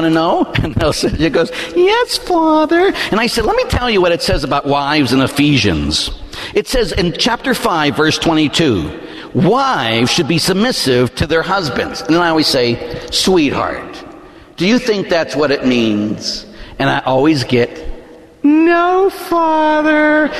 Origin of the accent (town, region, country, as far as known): Pittsburgh, Pennsylvania, United States; born or raised there